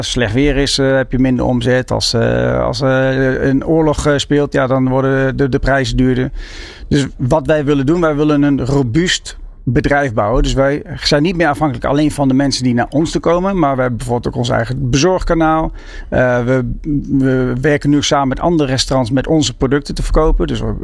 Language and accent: Dutch; The Hague, South Holland, Netherlands; Ik kom zelf uit Den Haag.